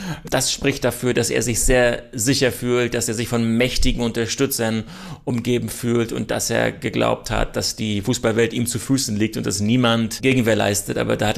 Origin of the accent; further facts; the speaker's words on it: Germany; Wir kommen aus Europa, Sie kommen aus der Schweiz, Demokratie in der DNA, ich komme aus Deutschland